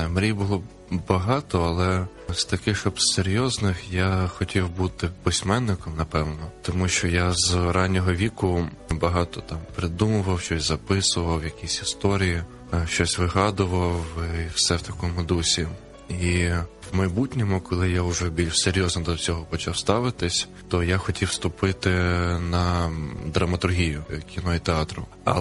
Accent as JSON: {"language": "Ukrainian", "region": "Kyiv", "country": "Ukraine", "tie": "born there", "said": "Я народився в Києві, тут і живу."}